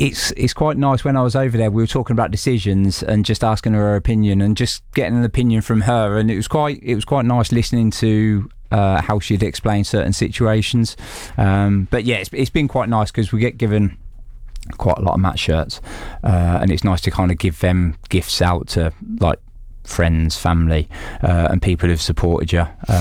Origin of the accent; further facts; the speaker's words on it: England, United Kingdom; I'm an Englishman and proud to be an Englishman.